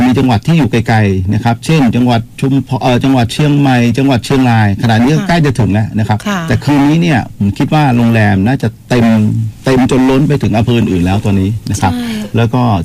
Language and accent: Thai; Phatthalung, Thailand